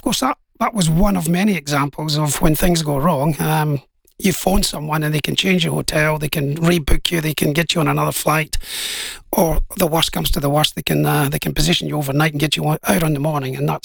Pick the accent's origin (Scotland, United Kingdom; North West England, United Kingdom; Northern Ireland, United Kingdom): Scotland, United Kingdom; Being Scottish, I remember...